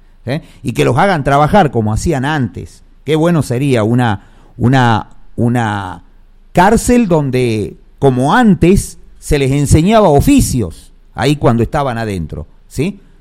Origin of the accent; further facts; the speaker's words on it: Salta, Argentina; los últimos somos los de ANTA.